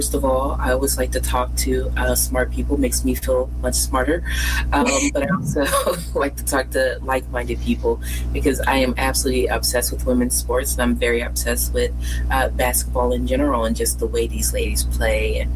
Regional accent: Tennessee, United States; I'm from Tennessee.

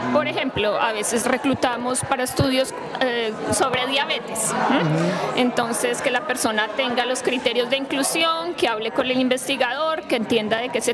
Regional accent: Colombia; moved away as an adult; now in Columbia, Missouri, United States; Soy colombiana, sí.

